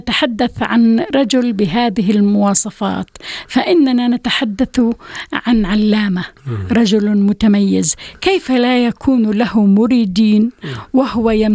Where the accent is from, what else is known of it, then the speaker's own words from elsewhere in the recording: Jordan; وتحمينا كعرب وتحمينا كأردنيين